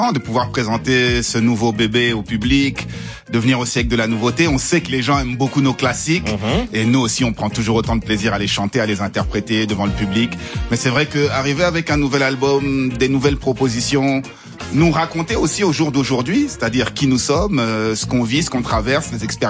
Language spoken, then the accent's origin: French; Garges-lès-Gonesse, Île-de-France, France; Nous, on a grandi à Garches-Sarcelles, je le rappelle, dans le 95. Mmh. Et donc, on a grandi au milieu de la communauté afro dans son ensemble, tu vois.